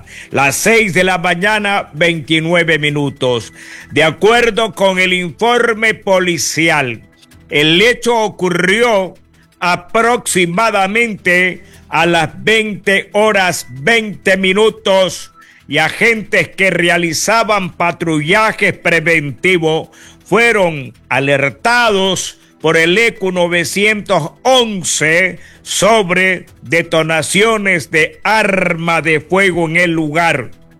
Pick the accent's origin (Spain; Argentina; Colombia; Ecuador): Ecuador; en la provincia del Oro, en mi país, Ecuador